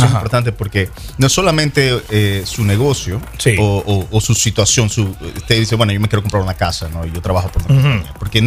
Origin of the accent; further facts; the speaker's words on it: Ecuador; moved away as an adult; now in Worcester, United States; yo soy un inmigrante ecuatoriano